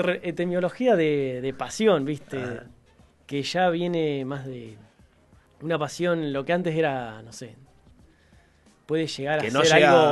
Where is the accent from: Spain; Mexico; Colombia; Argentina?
Argentina; Bahía Blanca, Buenos Aires Province; Sí, soy de Bahía, tengo familia en Pigüey y Saavedra, pero soy oriundo de acá de Bahía.